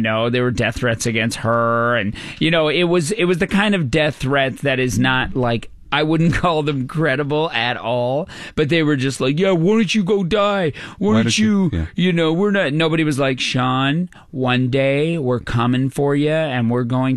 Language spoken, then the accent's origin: English; Newfoundland and Labrador, Canada; born or raised there